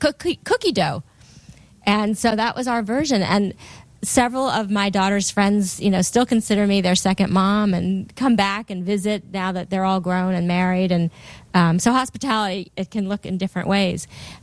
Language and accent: English; New York City, New York, United States; I grew up in New York City, and we had a tiny kitchen.